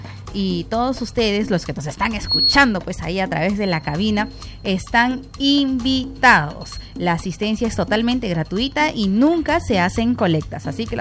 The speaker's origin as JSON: {"language": "Spanish", "town": "Juan Guerra", "region": "San Martín", "country": "Peru", "said": "Como siempre, yo en Juan Guerra, amigo. Juan Guerra es mi tierra, mi casa"}